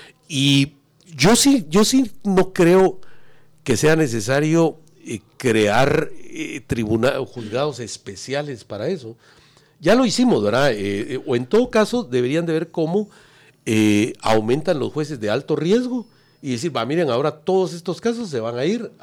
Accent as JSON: {"language": "Spanish", "country": "Guatemala", "said": "como los guatemaltecos, por ser la Capitanía General, somos apenados por naturaleza"}